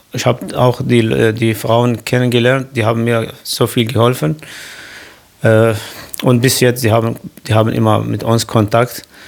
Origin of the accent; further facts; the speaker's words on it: Syria; German is a second language; moved away as an adult; now in Ludwigsfelde, Germany; ich bin Deutscher geworden. Ja, ich habe Reisepass und alles, aber ich fühle mich jetzt Syrer und Deutscher